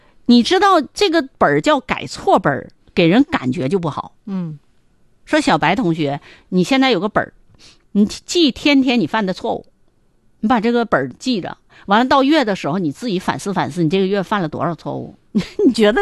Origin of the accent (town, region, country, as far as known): China